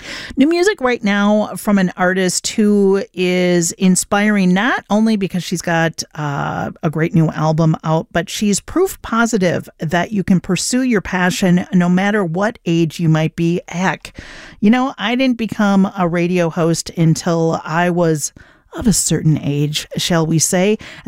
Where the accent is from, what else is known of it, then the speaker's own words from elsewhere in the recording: Minnesota, United States; I'm a little spoiled. I'm from Minnesota. We've got 10,000 lakes.